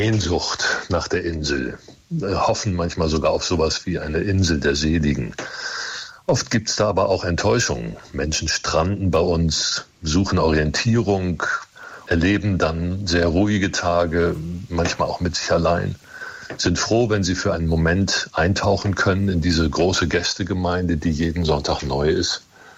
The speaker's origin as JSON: {"language": "German", "country": "Germany", "tie": "born or raised there", "lives_now": "Wangerooge, Germany", "said": "ich bin an der Küste aufgewachsen."}